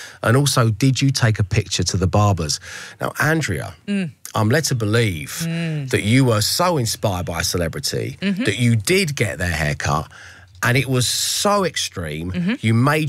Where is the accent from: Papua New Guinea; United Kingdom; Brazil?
United Kingdom; Bognor Regis, South East England; I took a picture to the hairdressers in my hometown of Bognor Regis and asked for a haircut like